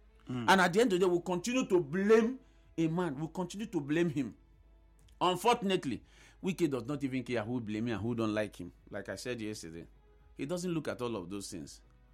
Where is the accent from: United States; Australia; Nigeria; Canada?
Nigeria; Rivers; as a reverse man, as a Nigerian.